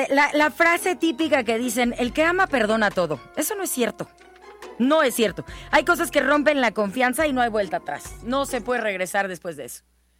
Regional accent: Guadalajara, Jalisco, Mexico; moved away; Gonzalo Oliveros anda ya por mi tierra, está en Guadalajara, Jalisco

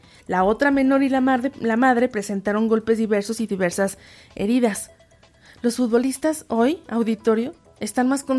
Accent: Mexico; somos mexicanos

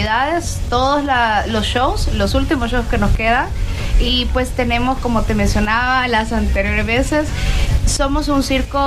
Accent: El Salvador; soy de El Salvador, representado el Pulgarcito de América.

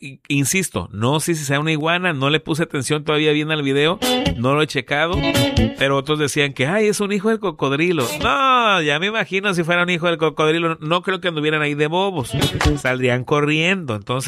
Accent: Manzanillo, Colima, Mexico; soy de Manzanillo, mi raza.

